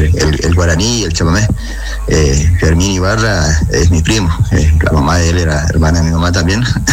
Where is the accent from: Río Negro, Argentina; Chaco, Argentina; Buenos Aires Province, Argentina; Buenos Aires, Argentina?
Chaco, Argentina; born there; yo nací ahí en el Chaco, pero bueno, también me quedó el guaraní por escucharlo a mis abuelos